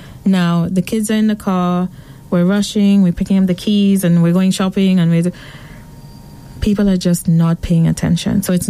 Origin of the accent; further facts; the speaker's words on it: Castries, St. Lucia; also born or lived in St. George's, Grenada; I am from Castries. I'm a Castries girl. I trained in St. George's in Grenada.